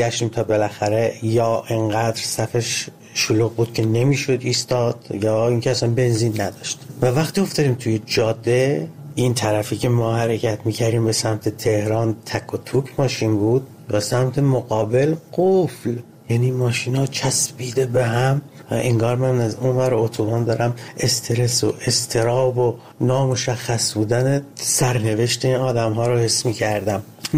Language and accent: Persian; Ahvaz, Khuzestan, Iran; من کودکیم رو توی جنگ گذروندم، اهواز، و در تمام طول 8 سال جنگ من با این سیر افزایشی بمباران‌ها بزرگ می‌شدم.